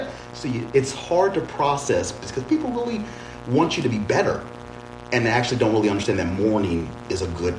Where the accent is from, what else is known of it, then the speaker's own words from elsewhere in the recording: Altadena, California, United States; I know everybody in that neighborhood. I grew up in Altadena. That's everybody I know.